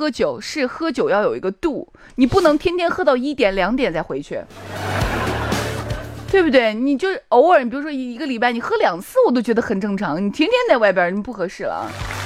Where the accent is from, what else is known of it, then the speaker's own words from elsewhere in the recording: China; 我们中国人有一点，就是人不能自己夸自己